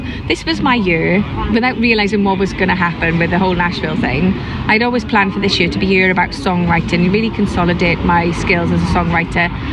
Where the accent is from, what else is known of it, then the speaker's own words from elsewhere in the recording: Wales, United Kingdom; it was about my family and growing up in South Wales.